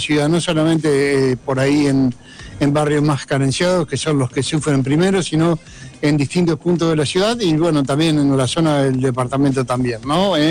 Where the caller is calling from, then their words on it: Concepción del Uruguay, Entre Ríos, Argentina; yo no recuerdo uno tan fuerte aquí en nuestra ciudad a lo largo de mi vida